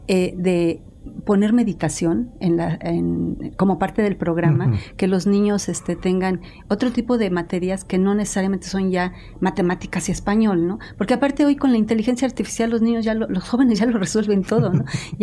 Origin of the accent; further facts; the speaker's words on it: Mexico; es parte de nuestra característica como mexicanos.